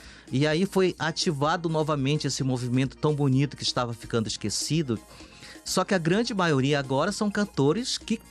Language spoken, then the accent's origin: Portuguese; Amazonas, Brazil